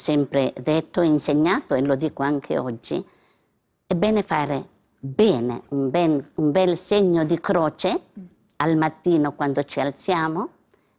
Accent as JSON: {"language": "Italian", "town": "Paola", "region": "Calabria", "country": "Italy", "tie": "born or raised there", "said": "mio paese, in Paola, provincia di Cosenza, in Calabria"}